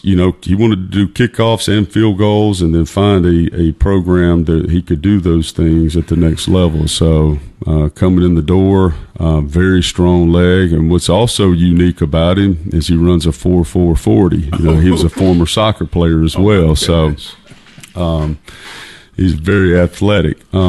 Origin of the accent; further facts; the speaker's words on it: Escatawpa, Mississippi, United States; I grew up in Escatawa, Mississippi. It's north of Moss Point, a little bit there.